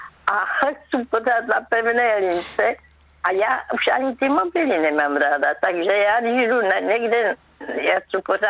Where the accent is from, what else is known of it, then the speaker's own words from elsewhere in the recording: Brno, South Moravian Region, Czechia; Mu ve válce zabili při náletě tatínka a mě v Brně, já jsem pocházím z Brna, zase při náletě zemřela moje maminka a moji sourozenci